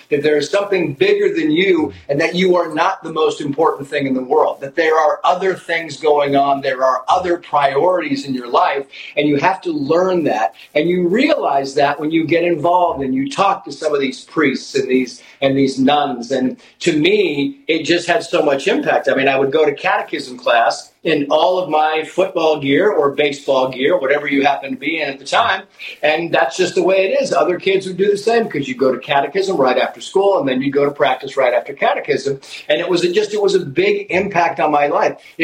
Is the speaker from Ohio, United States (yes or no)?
no; San Diego, California, United States; I mean, we are we are Irish Catholics. And as you say, I grew up in San Diego, and as a family, you know, we were, I was the youngest of five, and there was quite an age difference.